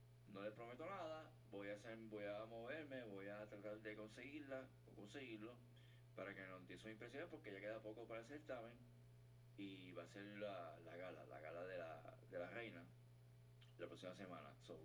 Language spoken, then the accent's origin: Spanish; Puerto Rico